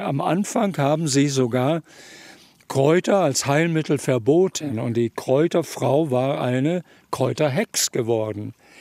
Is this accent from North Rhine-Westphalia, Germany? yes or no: no; Oldenburg, Lower Saxony, Germany; Das haben wir als Kinder in Oldenburg